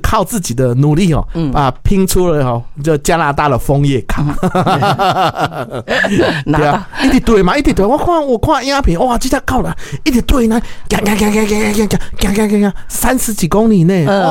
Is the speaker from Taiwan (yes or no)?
yes; Taiwan; 我们台湾人